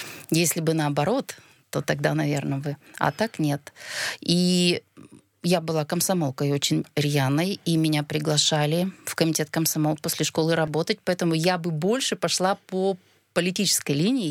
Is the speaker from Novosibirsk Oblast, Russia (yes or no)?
no; Mozhga, Udmurtia, Russia; moved away as an adult; also born or lived in Izhevsk; now in Yekaterinburg, Russia; Родилась я, конечно, в ее столице, в Ижевске, но очень быстро родители с новорожденным ребенком вернулись к родителям, чтобы была какая-то помощь. Поэтому я из маленького города, 40 тысяч населения, из Можги, и приехала в Екатеринбург в 88-м году учиться.